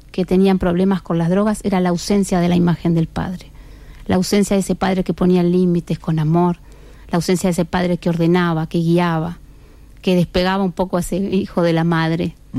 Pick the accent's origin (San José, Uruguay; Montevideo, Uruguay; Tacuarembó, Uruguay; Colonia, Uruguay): Colonia, Uruguay; nosotros somos de Colonia.